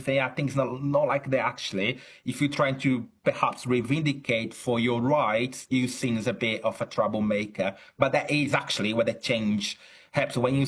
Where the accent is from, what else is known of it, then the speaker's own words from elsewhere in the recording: Brazil; now in Chichester, United Kingdom; Now, I think, you know, I'm originally from Brazil, although I'm academic in at the University of Chichester in the UK. I see a lot of that also in Brazil.